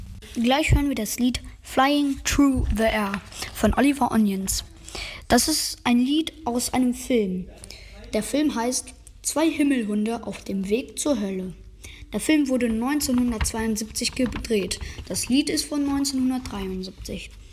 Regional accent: Germany; born there; Doch, Deutschland ist mein Geburtsland.

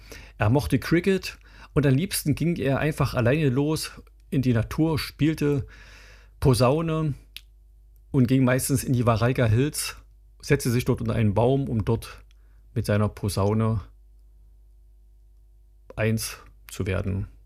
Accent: Jena, Thuringia, Germany; in meiner Heimatstadt Jena, in der ich geboren bin.

